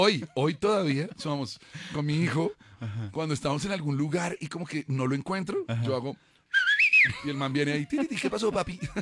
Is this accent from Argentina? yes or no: no; Bogotá, Bogotá Capital District, Colombia; La Esmeralda, enfrente de Pablo VI